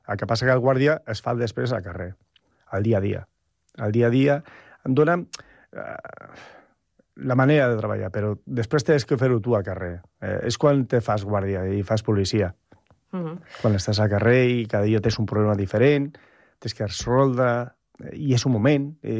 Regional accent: Galicia, Spain; Sí, al meu poble

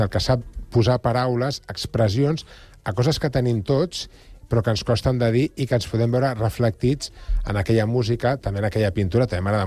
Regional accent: L'Hospitalet de Llobregat, Catalonia, Spain; Jo soc d'Hospitalet, no?, ja li deia abans a la Carme, no?, i un punto flamenquillo d'Hospitalet també el porto.

